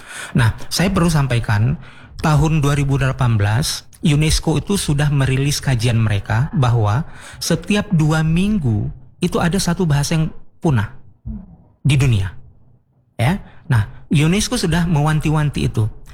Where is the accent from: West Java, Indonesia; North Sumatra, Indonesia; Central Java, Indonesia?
North Sumatra, Indonesia; Medan; saya berpindah tempat beberapa kali dari Medan, saya asli orang Minang. Yang besar dan hidup di Medan